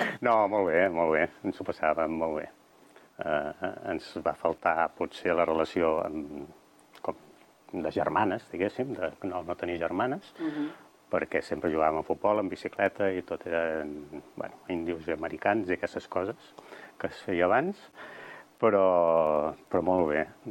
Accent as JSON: {"language": "Catalan", "town": "Manresa", "region": "Catalonia", "country": "Spain", "tie": "born or raised there", "said": "vam néixer a Manresa i tota la infantesa la vam passar aquí a Manresa, a la plaça Hospital. Primer número 6 i ara número 7, ens ho van canviar. I res, feliços de ser manresans, bagencs i catalans."}